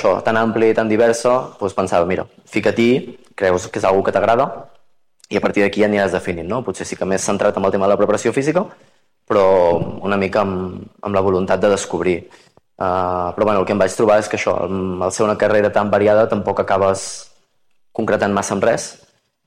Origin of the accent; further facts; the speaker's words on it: Sant Celoni, Catalonia, Spain; Jo vaig jugar fins als 23 anys al meu poble, a Sant Celoni